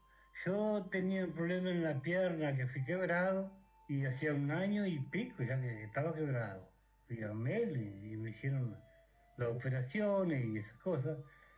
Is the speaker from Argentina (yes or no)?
no; Río Branco, Cerro Largo, Uruguay; Yo soy de Barrio Cirilo.